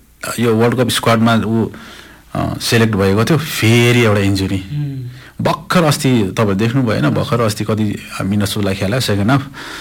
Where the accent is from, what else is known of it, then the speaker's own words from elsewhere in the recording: Kurseong, West Bengal, India; हाम्रो खरसाङको लागि दार्जिलिङमा मात्रै होइन हाम्रो जातिको लागि